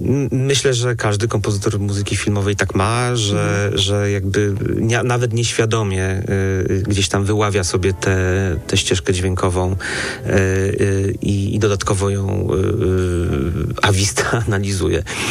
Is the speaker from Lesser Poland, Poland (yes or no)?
yes; Kraków, Lesser Poland, Poland; moved away; A ponieważ ja jestem z Krakowa, no to tym bardziej jest miło mi ruszyć w rodzinne strony.